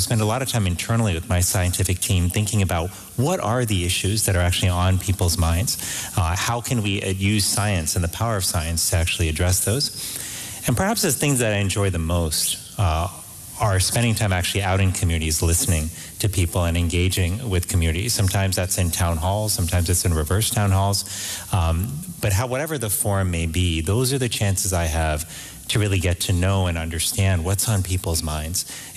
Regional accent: Miami, Florida, United States; Miami, Florida, which is where I grew up, although I must tell you, so many times when people realize that I was born in Miami and brought up in Miami

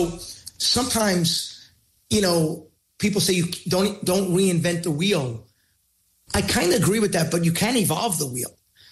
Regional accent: Queens, New York, United States; That's why I always say … from Queens, right?

